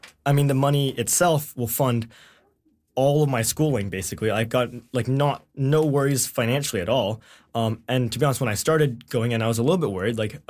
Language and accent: English; Vancouver, British Columbia, Canada; born there; now in Victoria, Canada; I'm choosing to stay in Victoria because I just love the city so much. I was born in Vancouver, but I moved here in like 2017.